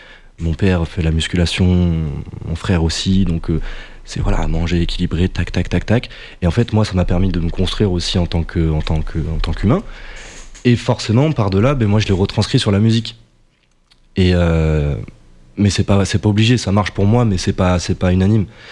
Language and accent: French; Limoges, Nouvelle-Aquitaine, France; c'est que je viens de Limoges, donc une toute petite ville, et il n'y a personne qui fait la musique là-bas